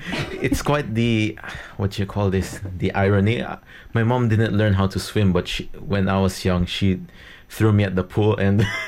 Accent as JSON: {"language": "English", "town": "Manila", "region": "Metro Manila", "country": "Philippines", "moved": "yes", "lives_now": "Tasmania, Australia", "said": "I'm originally from the capital of the Philippines, Manila"}